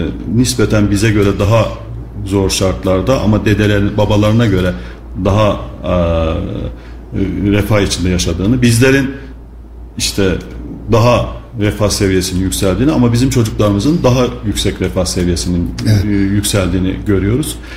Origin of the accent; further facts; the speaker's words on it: Marmaris, Muğla, Turkey; born there; Şimdi benim Marmaris, Muğla Marmaris doğumluyum.